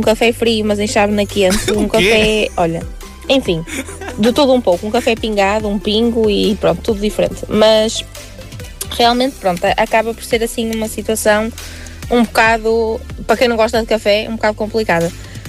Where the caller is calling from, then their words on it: Portugal; eu sou portuguesa e não pareço ser